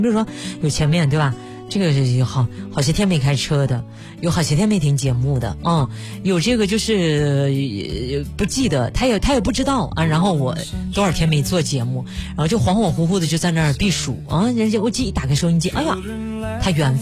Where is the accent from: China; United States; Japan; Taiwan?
China; Rizhao, Shandong; moved away; 日照是我的老家